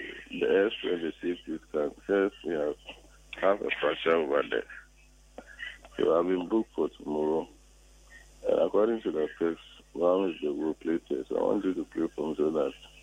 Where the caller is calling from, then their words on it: Mansa, Luapula Province, Zambia; I'm calling from Mansia.